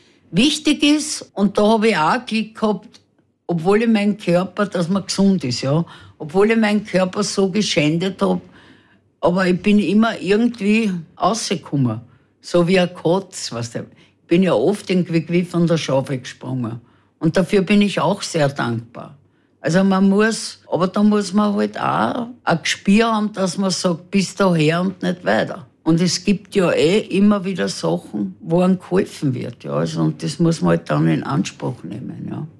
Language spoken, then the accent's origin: German; Vienna, Austria; dazu musst geboren werden mit einer jüdischen Mama im zweiten Bezirk und aufgewachsen sein bei Waren aller Art.